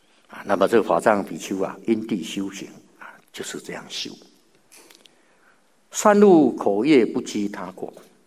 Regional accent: China; now in Australia; 那么大家呢也从中国啊来到澳洲啊，那我们都是外国人啊，来到这里啊

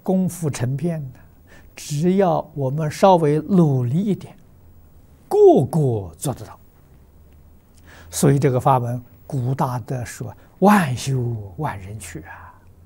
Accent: China; 在我们中国，我小时候住在农村

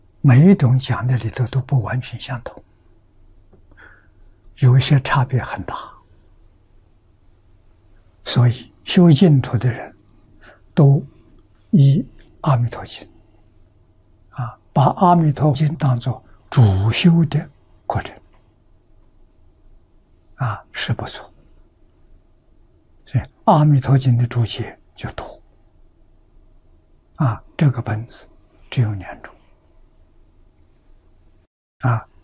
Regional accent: China

